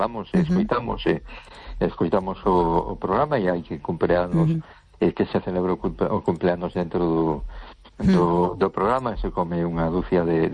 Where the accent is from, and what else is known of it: A Coruña, Galicia, Spain